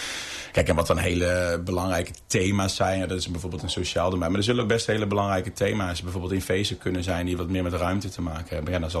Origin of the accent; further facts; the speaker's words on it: Vorchten, Gelderland, Netherlands; now in Veessen, Netherlands; Ik ben zelf geboren en opgegroeid in Vorchten.